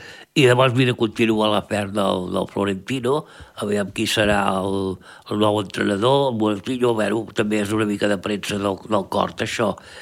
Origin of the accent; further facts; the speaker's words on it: Argentona, Catalonia, Spain; al meu poble, a l'Argentona